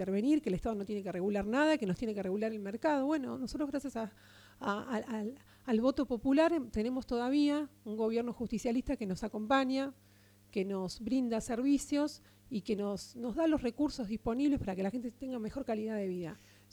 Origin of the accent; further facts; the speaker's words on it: Partido de la Costa, Buenos Aires Province, Argentina; Yo soy nacida y criada en el Partido de la Costa y he estado un tiempo afuera viviendo